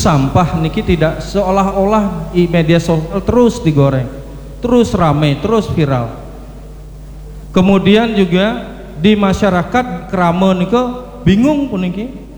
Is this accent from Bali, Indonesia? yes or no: yes; Buleleng, Bali, Indonesia; Karena identitas nih harus dimulai dari rasa bangga untuk menunjukkan bahwa saya orang Buleleng dengan sisi sejarahnya dan sisi historisnya.